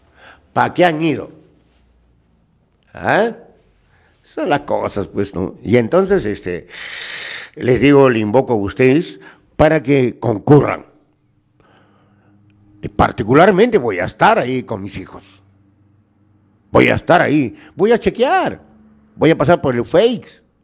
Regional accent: Candarave, Tacna, Peru; soy de Candarave, caramba, donde están los majestuosos volcanes del Tutupac y Ucamani

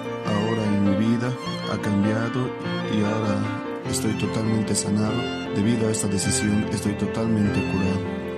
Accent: Oruro, Bolivia; soy de Oruro.

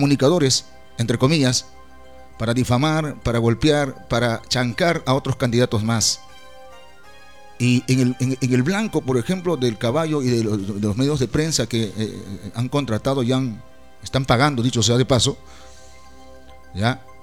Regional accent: Mazamari, Junín, Peru; Muchos me conocen, en realidad no es la primera vez, ya nosotros somos mazamarinos, por decirlo así, somos del Perú. Mazamari es una casa más, es un pueblo pujante en realidad

